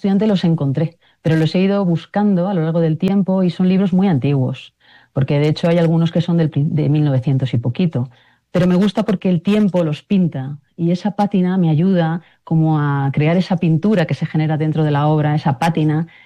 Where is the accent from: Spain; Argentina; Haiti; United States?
Spain; me ha costado bastante conseguirlos porque soy española